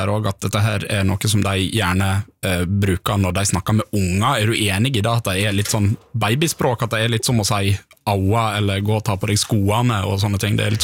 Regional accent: Denmark; first language Danish; Norwegian is a second language; now in Norway; Jeg har dansk som morsmål, og det er en god utgang for å lære norsk. Men selv etter mer enn 50 år i Norge, så er det uttrykk som undrer meg.

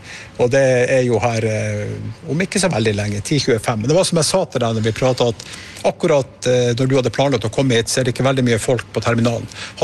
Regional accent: Northern Norway, Norway; jeg jo født og oppvokst I Nord-Norge da.

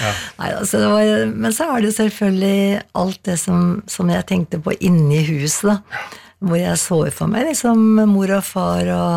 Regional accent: Skreia, Innlandet, Norway; now in Asker, Norway; Det er liksom Toten, altså Skreia, er liksom der, der jeg vokste opp, ikke sant? Så det er liksom røttene mine. Ja. Og så har jeg bodd nå i Asker, mye lenger da.

